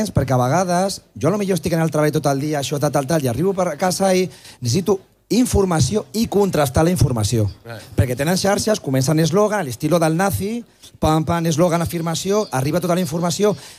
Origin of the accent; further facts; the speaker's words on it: Terrassa, Catalonia, Spain; Jo soc del Vallès de Terrassa, no? I vaig a Badia. Vaig a barris de Sabadell, de Terrassa.